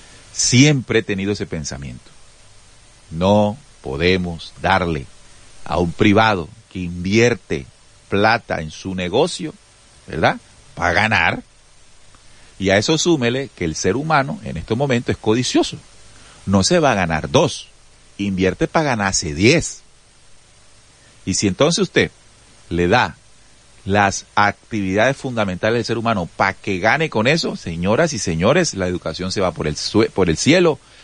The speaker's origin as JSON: {"language": "Spanish", "country": "Colombia", "said": "como ciudadanos colombianos y como humanos"}